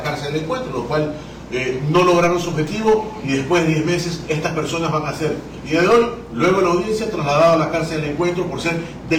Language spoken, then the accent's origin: Spanish; Ecuador